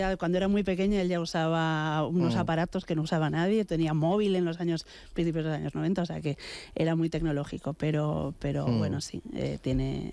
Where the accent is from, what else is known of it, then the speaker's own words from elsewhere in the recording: Madrid, Community of Madrid, Spain; llevo mi condición de madrileña con mucho orgullo, soy muy madrileña, con mucha proyección hacia afuera también, pero muy madrileña